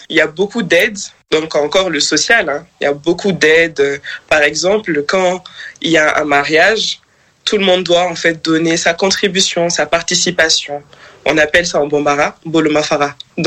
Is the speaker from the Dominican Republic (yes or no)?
no; Mali; also born or lived in Belgium; j'ai d'abord fait 5 ans en Belgique. Après cela, nous sommes rentrés au Mali.